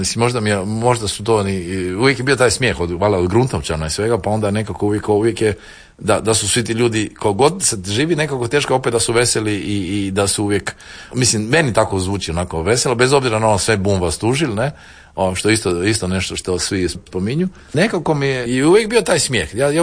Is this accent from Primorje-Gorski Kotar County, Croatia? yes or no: no; Dubrovnik, Dubrovnik-Neretva County, Croatia; ja sam iz Dubrovnika, zašto sam rekao ne? Jer sam iz Dubrovnika pobjegao na Lopud, na otok